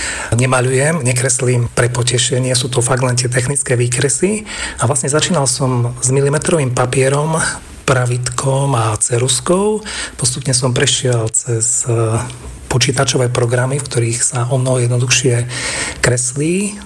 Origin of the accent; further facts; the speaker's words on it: Stará Ľubovňa, Prešov Region, Slovakia; now in Košice, Slovakia; A ten život v Starej Ľubovni a to moje detstvo bolo zaujímavé tým, že moja mama pochádza z 8 detí a aj otec z 8 detí.